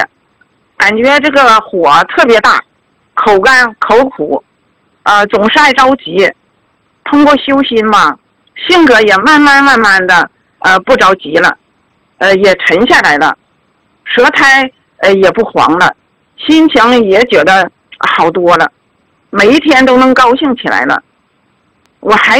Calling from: Qingdao, Shandong, China; 我来自山东青岛的，

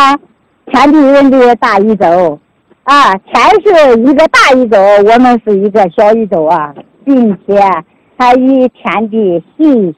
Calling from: Xinjiang, China; 我是来自新疆的。

